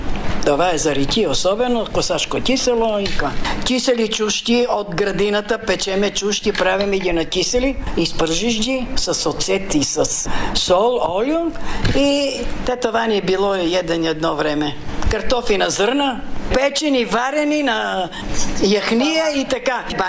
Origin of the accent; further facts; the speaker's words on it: Vidin Province, Bulgaria; Родена съм в Белоградчишко село на 12 км Паралуш, да живеем тук от 60-та година.